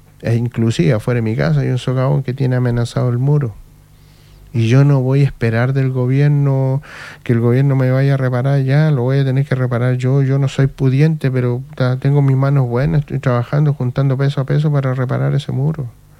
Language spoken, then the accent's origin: Spanish; Chile; yo soy chileno